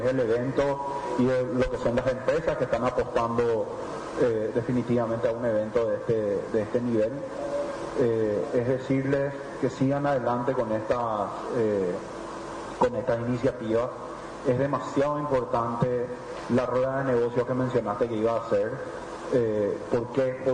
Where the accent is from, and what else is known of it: Paraguay